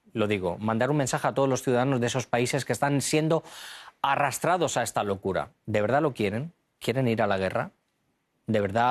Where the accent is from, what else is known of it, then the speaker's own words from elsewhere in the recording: Spain; se lo digo como español